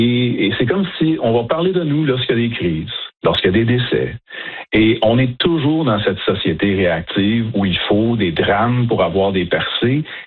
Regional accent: Kanesatake, Quebec, Canada; à pouvoir me présenter comme Première Nation plus jeune avec tout le passé de ma communauté, puisque je viens de Ganesetaghe.

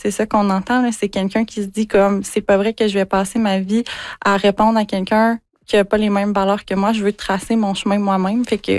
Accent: Quebec, Canada; dont on est dépouillé en tant que Québécois, si on veut voyager, ça coûte tellement cher que si on travaille dans une usine, ce ne sera pas accessible.

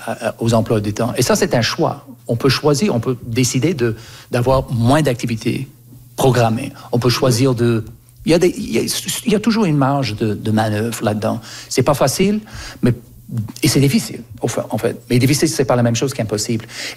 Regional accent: Canada; born or raised there

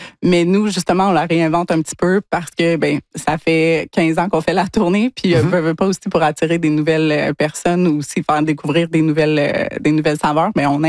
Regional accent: Victoriaville, Quebec, Canada; je viens de Victoriaville, je connais l'historique.

